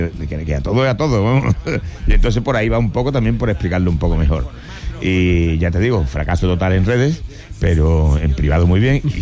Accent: Seville, Andalusia, Spain; born there; moved away as an adult; now in El Bosque, Spain; Yo soy sevillano de nacimiento, pero bosqueño de adopción.

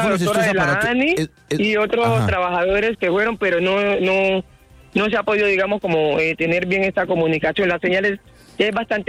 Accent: Buenaventura, Valle del Cauca, Colombia

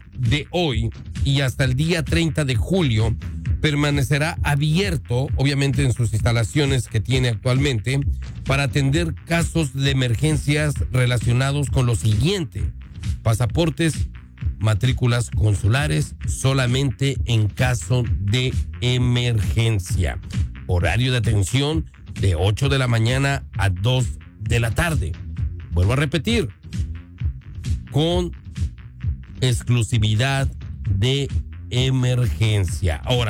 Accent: Mexico; now in Omaha, United States; esto es un llamado principalmente a todos los que somos mexicanos

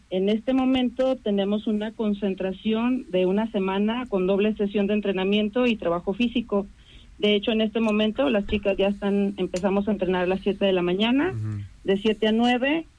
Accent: Colima, Mexico; las dos entrenadoras, tanto la entrenadora como la auxiliar, somos también mujeres de Colima.

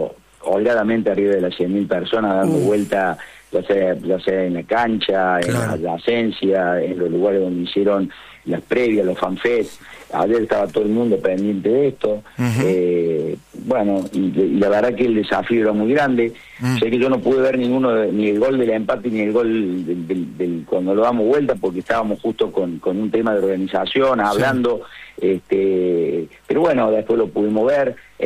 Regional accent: Córdoba, Argentina; eso a mí me llena de alegría como cordobés

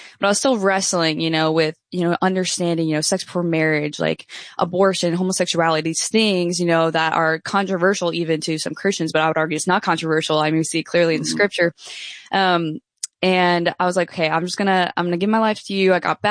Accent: New York, United States; born and raised in New York.

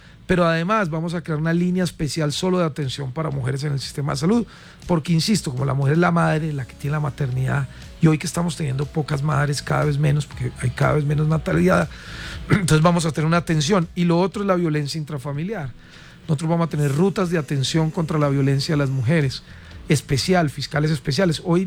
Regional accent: Caldas, Colombia; soy de Caldas y me la he luchado, he querido salir adelante con este esfuerzo de representar a mi departamento

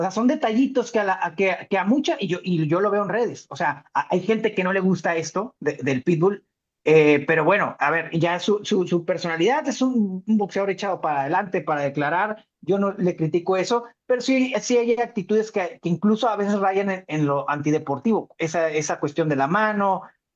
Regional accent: Tijuana, Baja California, Mexico; nos hemos, porque pues soy tijuanense, no hablo como un fan, ¿no?

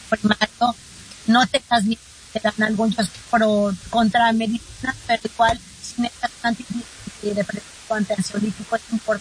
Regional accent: Mexico; yo soy mexicana, tenemos el Día de los Muertos

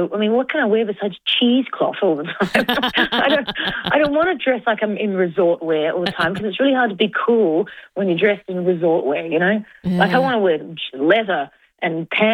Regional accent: Adelaide, South Australia, Australia; And when I tell people that I'm from Adelaide, they go, oh, wow, unreal. And, you know, they didn't used to say that in the 90s.

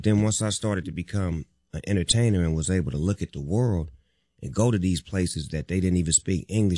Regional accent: Long Beach, California, United States; I was afraid in the beginning because I'm so local. I'm from Long Beach and Willie knew Long Beach.

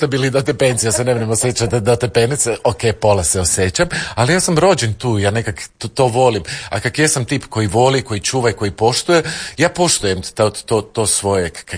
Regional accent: Zagreb, City of Zagreb, Croatia

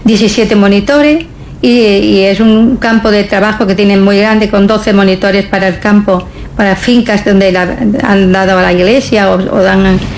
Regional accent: Melilla, Spain; also born or lived in Lleida / Palma de Mallorca; now in Barcelona, Spain; Yo soy de Melilla. Y sí, vengo cada año porque la familia está aquí, tengo las raíces aquí.

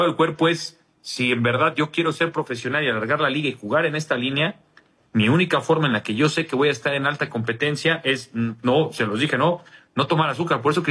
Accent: Mexico; O sea, nosotros mismos como mexicanos, que sale de la cultura que debemos de cambiar

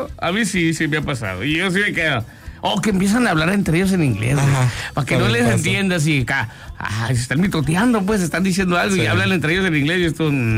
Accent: Guaymas, Sonora, Mexico; born there; now in Hermosillo, Mexico; yo soy de Guaymas, pero pues yo habito aquí, o sea, ya tengo rato aquí.

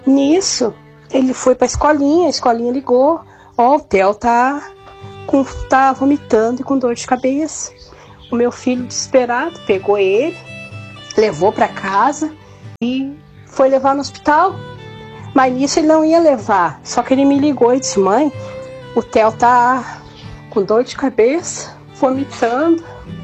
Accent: Alvorada, Rio Grande do Sul, Brazil; sou de Alvorada, Rio Grande do Sul.

